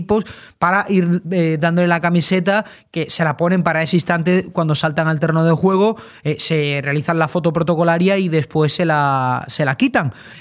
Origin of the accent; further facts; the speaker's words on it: Morocco; utilizado la camiseta referente al pueblo de Ceuta con un objetivo político o de desprecio hacia mi pueblo, el pueblo marroquí.